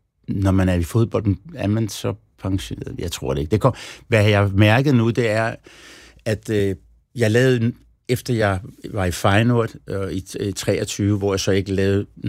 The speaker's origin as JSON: {"language": "Danish", "town": "Copenhagen", "region": "Capital Region of Denmark", "country": "Denmark", "said": "Fordi det er der, hvor jeg kommer fra. Jeg kan huske, da de lavede den, det var en LP dengang, og det var det første nummer på... og da det blev … Christianshavn."}